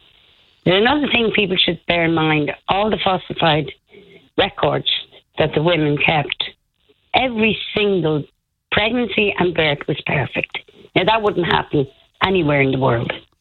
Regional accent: Dublin, Leinster, Ireland; also born or lived in London; they called me the city girl because I came in from London, but I was also from Dublin.

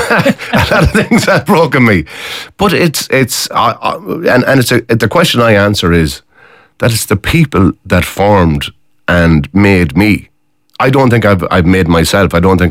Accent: Mayo, Connacht, Ireland; I'm from Mayo for me sins.

